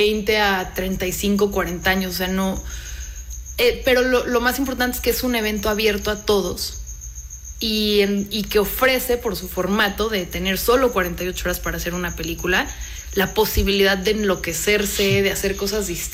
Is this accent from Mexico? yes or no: yes; Mexico; Bueno, yo soy mexicana, orgullosísima de serlo, pero tengo origen, entre otros, también francés, italiano.